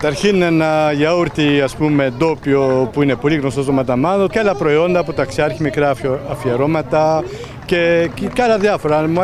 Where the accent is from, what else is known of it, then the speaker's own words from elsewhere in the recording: Greece; born there; καταγωγή Μανταμαδιώτισσα, Μυτιλήνη, γεννήθηκα στο Βέλιο